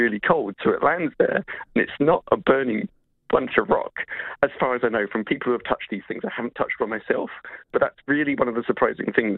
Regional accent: England, United Kingdom; accent: English; now in New Zealand; with my English accent

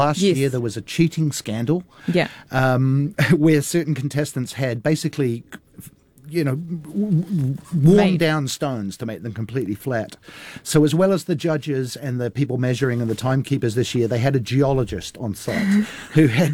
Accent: Canada; I am, yeah. I'm saying that with national pride.

